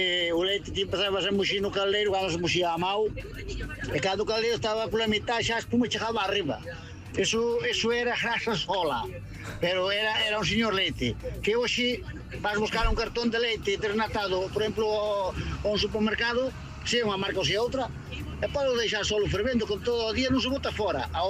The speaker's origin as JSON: {"language": "Galician", "town": "Arzúa", "region": "Galicia", "country": "Spain"}